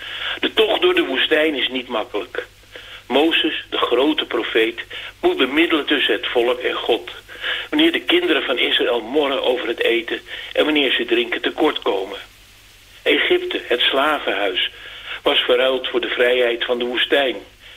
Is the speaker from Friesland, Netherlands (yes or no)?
no; Amsterdam, North Holland, Netherlands; born there